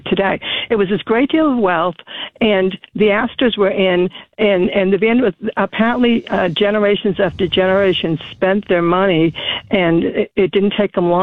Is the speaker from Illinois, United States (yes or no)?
no; Newport, Rhode Island, United States; born there; because I was born in Newport, Rhode Island. My father had moved there for a short job.